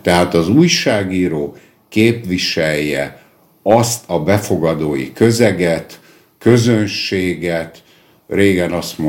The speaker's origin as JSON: {"language": "Hungarian", "town": "Mohács", "region": "Baranya", "country": "Hungary", "tie": "born there", "also_born_or_lived": "Moscow", "moved": "yes", "said": "Mohácson születtem, tehát vegyük úgy, hogy mohácsi, de miután 17 évet éltem Moszkvába, először azt mondták, hogy a mazoista, aztán azt mondták, hogy a moszkvai. Én most azt szoktam mondani, hogy a másik."}